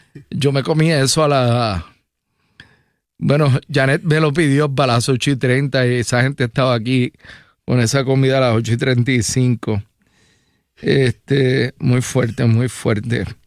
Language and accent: Spanish; Puerto Rico; Yo usualmente no como como boricua bestial entre 8 y 30 y 10